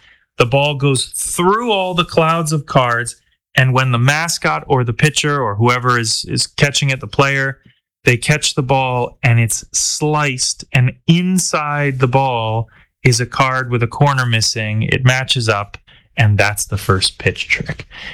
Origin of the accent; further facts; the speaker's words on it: Cleveland, Ohio, United States; my hometown, been cheering them on since I was 6 years old, the Cleveland Guardians